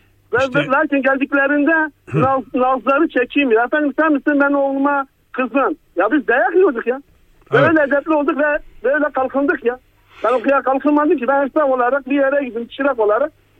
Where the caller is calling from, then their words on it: Adana, Turkey; Adana'dan arıyorum.